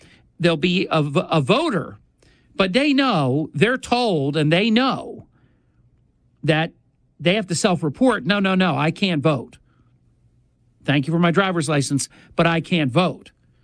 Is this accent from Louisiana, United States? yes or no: no; New Jersey, United States; my home state of New Jersey.